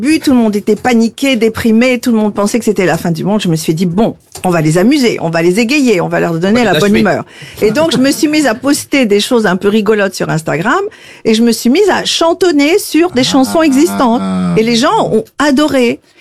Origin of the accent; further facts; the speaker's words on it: Paris, Île-de-France, France; moved away as an adult; also born or lived in Morocco / Los Angeles / Beverly Hills / New York; Oh, je suis né au Maroc. Voilà. J'ai grandi à Paris.